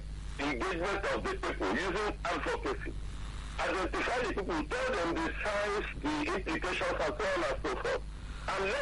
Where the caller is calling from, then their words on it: Imo, Nigeria; calling from Imo State.